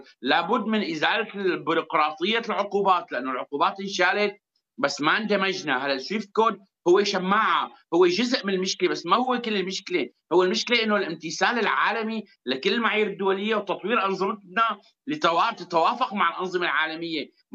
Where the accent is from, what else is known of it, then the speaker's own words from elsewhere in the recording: Syria; 80% تقريبا اذا ما قلت 85% من اموالنا نحن كسوريين اللي بالقطع الاجنبيه ما بنحطها بالمصارف